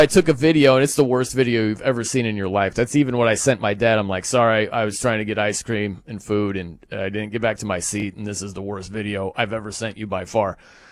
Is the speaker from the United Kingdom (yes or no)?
no; South Bend, Indiana, United States; So I'm from South Bend, Indiana.